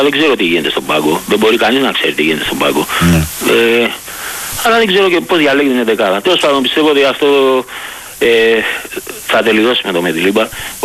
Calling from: Piraeus, Attica, Greece; είμαι πάλι από τον Πειραιά

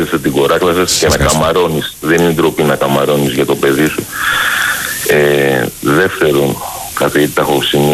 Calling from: Greece; από Λιούπολη.

